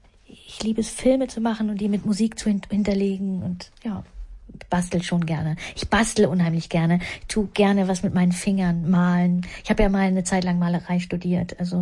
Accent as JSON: {"language": "German", "town": "Schönhausen", "region": "Saxony-Anhalt", "country": "Germany", "tie": "born or raised there", "also_born_or_lived": "Havelberg"}